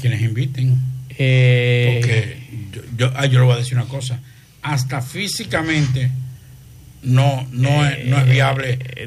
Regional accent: Santiago de los Caballeros, Santiago, Dominican Republic; born there; los que somos de Santiago

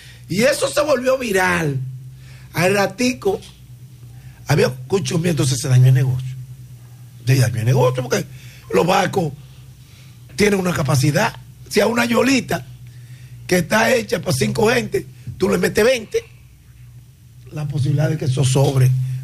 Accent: Dominican Republic; Porque oye cómo somos los dominicanos.

